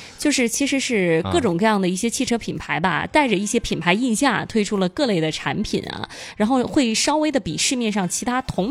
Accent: Shantou, Guangdong, China; born there; 因为我是生在玩具之都澄海啊

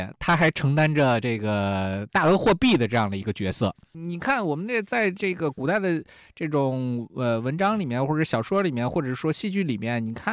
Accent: China; 对于我们中国人非常非常重要啊

